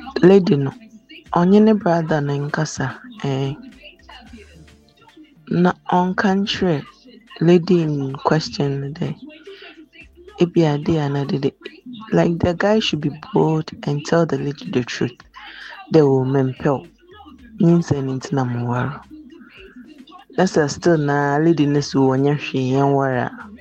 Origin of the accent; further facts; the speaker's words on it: Abrepo, Ashanti, Ghana; Just finished at Joseph's Kitchen, but I'm from Abrepo.